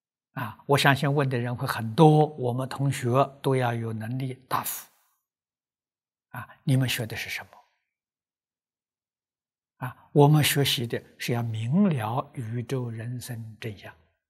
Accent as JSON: {"language": "Chinese", "country": "China", "said": "我们中国人不会尊重的"}